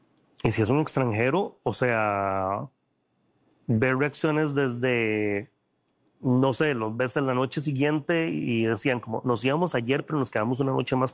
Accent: Costa Rica; en mi cabeza ni como cocinero ni como costarricense que existían.

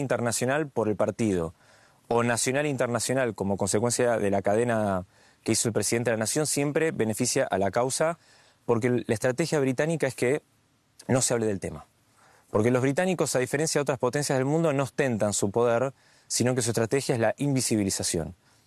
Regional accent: Argentina; que quizás nosotros como argentinos lo tenemos naturalizado

